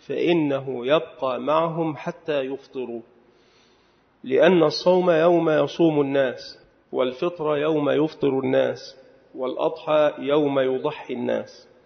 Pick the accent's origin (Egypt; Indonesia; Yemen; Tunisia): Egypt